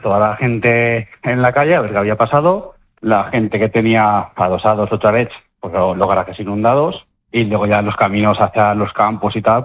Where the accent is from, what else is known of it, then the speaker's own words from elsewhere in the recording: Begís, Valencian Community, Spain; mi pueblo siempre está en cuesta